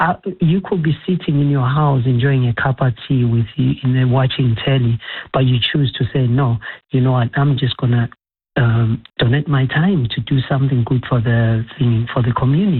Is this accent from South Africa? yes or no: yes; South Africa